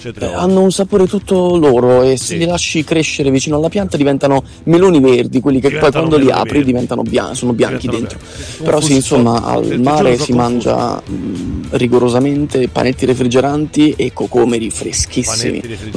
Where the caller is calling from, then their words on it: Apulia, Italy; essendo pugliese